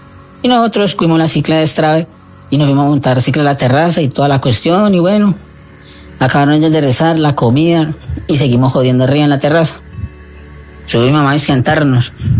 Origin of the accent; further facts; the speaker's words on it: Cali, Valle del Cauca, Colombia; Vivíamos en una casa de tres pisos aquí en Cali, en el barrio Guaval.